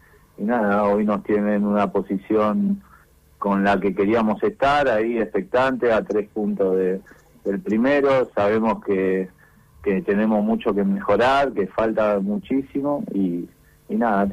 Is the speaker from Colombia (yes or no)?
no; Berazategui, Buenos Aires Province, Argentina; born there; now in San Isidro, Argentina